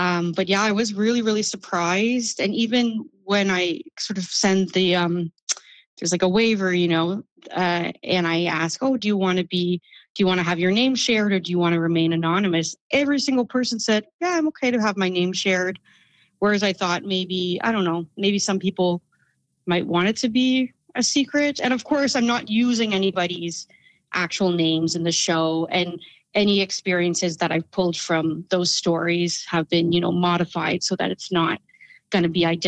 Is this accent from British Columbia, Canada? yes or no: no; Halifax, Nova Scotia, Canada; also born or lived in Montreal; And then I ended up moving back to Halifax, where I'm from Montreal. And I wrote a play about kind of my experience living in Montreal